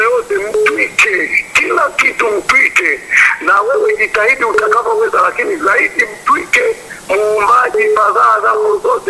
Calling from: Iringa, Tanzania; wa Iringa, lakini kwa sasa hivi niko huku Moshi wilaya Same Suji

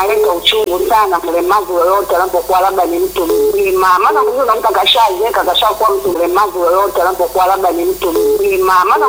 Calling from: Tanga, Tanga Region, Tanzania; natokea Tanga ambapo niko na zaidi.

